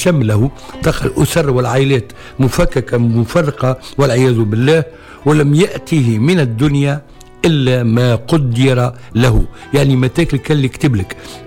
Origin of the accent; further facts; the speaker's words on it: Tunisia; وربي يحفظ بلادنا تونس الحبيبة الغالية